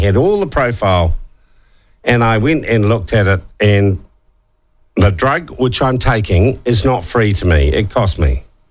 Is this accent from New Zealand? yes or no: yes; New Zealand; I am a Pacific Islander because I'm a New Zealander, and that's an island in the Pacific.